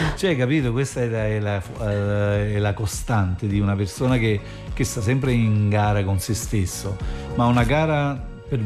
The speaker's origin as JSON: {"language": "Italian", "town": "Naples", "region": "Campania", "country": "Italy", "said": "Ma io, ma cazzo, ma io vengo dall'Arenaccia, ma sicuro che sono io."}